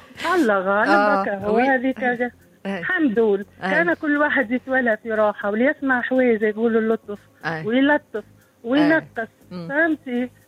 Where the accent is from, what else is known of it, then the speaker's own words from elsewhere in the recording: southern Tunisia, Tunisia; born there; moved away; وانا نكون في الجنوب اصلي من الجنوب